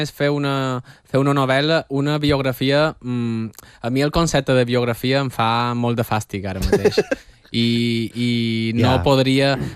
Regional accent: Balearic Islands, Spain; accent: Mallorcan; He d'advertir que ja som mallorquí i el meu català ara s'està filtrant perquè m'entengueu.

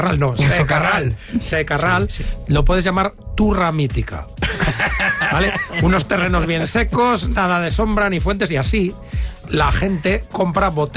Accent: Aragon, Spain; nosotros, que somos de Aragón

